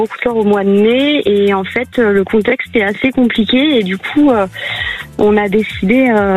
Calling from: Dax, Nouvelle-Aquitaine, France; j'appelle dans les Landes.

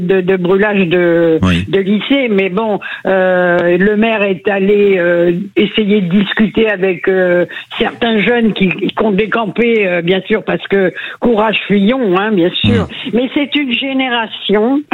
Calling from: Béziers, Occitanie, France; moi je suis à Béziers

